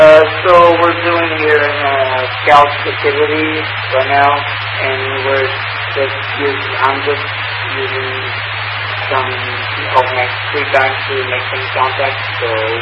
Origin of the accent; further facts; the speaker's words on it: Portugal; English is a second language; I'm from Crusader Island in the Atlantic Ocean, from Portugal.